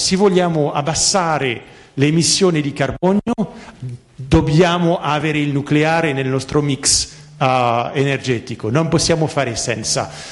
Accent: France; Ma questo io come francese, voi come italiani

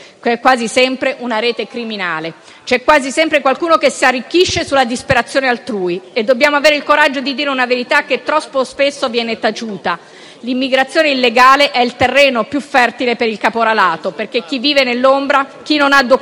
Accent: Trentino-Alto Adige, Italy; nella mia terra, in Trentino Alto Adige

